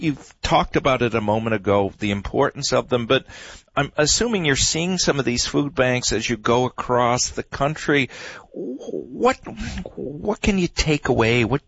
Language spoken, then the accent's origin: English; St. John's, Newfoundland and Labrador, Canada; ending up in my hometown of St. John's, Newfoundland.